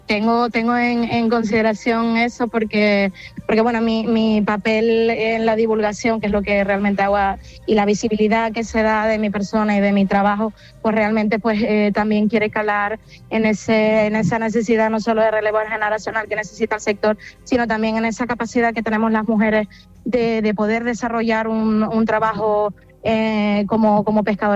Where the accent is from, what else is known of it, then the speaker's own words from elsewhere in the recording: Candelaria, Canary Islands, Spain; un proyecto que yo tenía muchísimas ganas de desarrollar en mi pueblo, Candelaria